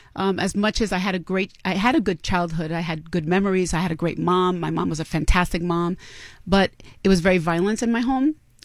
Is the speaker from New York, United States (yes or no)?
yes; New York City, New York, United States; I'm originally from the Bronx.